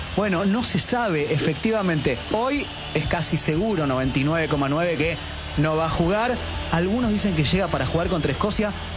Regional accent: Argentina; uno lo tiene que decir incluso como argentino

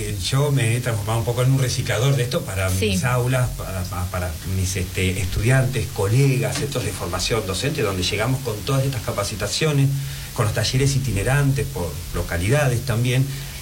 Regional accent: Patagonia, Argentina; Miren que yo soy muy patagónico

